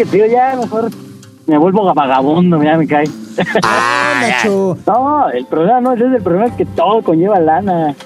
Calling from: Chimalhuacán, State of Mexico, Mexico; de aquí, del municipio de Chimalhuacán.

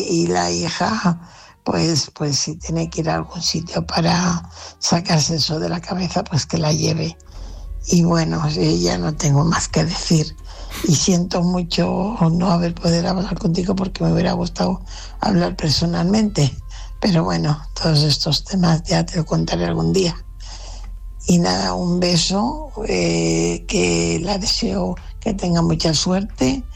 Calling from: Fuenlabrada, Community of Madrid, Spain; corresponsal de Fuenlabrada.

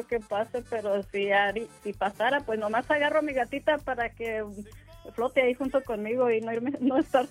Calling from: Atencejas, Mexico; De acá de Atencejas.

